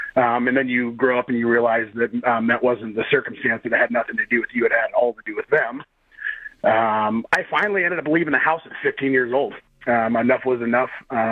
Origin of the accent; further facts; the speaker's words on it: Oregon, United States; I grew up in Oregon.